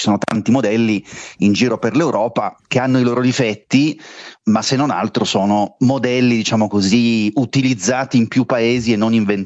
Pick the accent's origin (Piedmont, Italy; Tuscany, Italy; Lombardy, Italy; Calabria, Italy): Piedmont, Italy; Turin; Purtroppo mai vissuto a Roma. Sono torinese e continuo a esserlo.